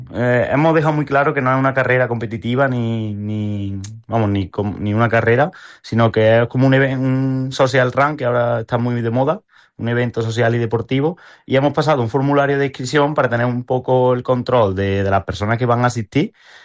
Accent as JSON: {"language": "Spanish", "town": "Moriles", "region": "Andalusia", "country": "Spain", "tie": "born or raised there"}